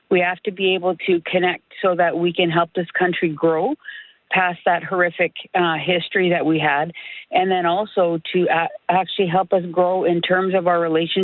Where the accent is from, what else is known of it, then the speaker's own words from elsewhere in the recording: Northern Canada, Canada; moved away; I was born and raised in the North.